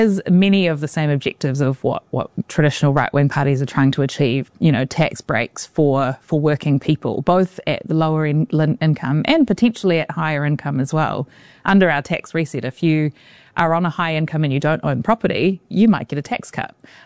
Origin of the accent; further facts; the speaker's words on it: Auckland, New Zealand; moved away as an adult; also born or lived in London; I grew up in Auckland, spent 9 years in London, and now I want to make New Zealand as you know, as awesome as of a place it can be if I'm going to live here for the rest of my life